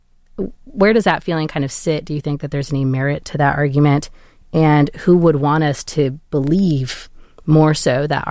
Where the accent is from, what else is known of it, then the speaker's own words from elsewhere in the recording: United States; now in Taiwan; I myself, speaking as an American and on behalf of my co-host, two Americans based in Taiwan